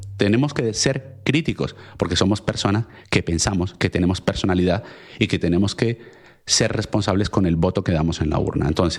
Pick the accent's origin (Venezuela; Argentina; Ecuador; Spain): Spain